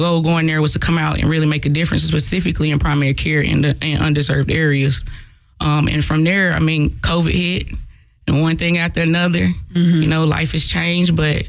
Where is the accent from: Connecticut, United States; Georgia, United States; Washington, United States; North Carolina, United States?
North Carolina, United States; Winston-Salem; So I'm born and raised in Winston